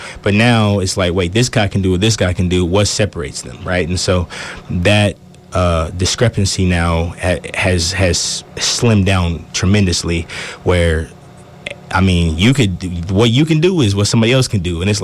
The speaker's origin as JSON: {"language": "English", "region": "Texas", "country": "United States", "tie": "born or raised there", "also_born_or_lived": "Colorado", "moved": "as an adult", "lives_now": "Alaska, United States", "said": "I've been born and raised in Texas. Texas my whole life. And then first time I actually got out of Texas was last year in Colorado. And then now I'm here in Alaska."}